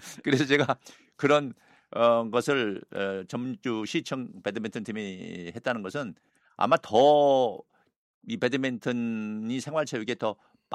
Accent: North Jeolla, South Korea; 또 우리 전라북도 출신으로서 너무 자랑스럽더라고요.

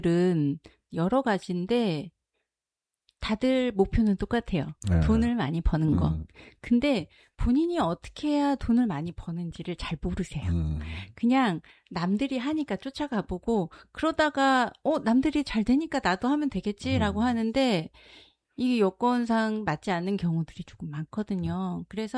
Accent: Seoul, South Korea; now in Jeonju, South Korea; 제가 원래는 서울에서 고향이 서울이거든요. 그래서 전주에 있다가 창업을 하게 됐는데

